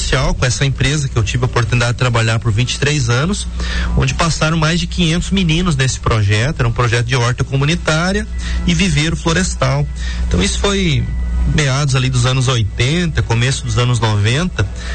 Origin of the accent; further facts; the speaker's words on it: Três Barras, Santa Catarina, Brazil; moved away as an adult; now in Vale do Aço, Brazil; lá em Três Barras, que é a minha terra natal.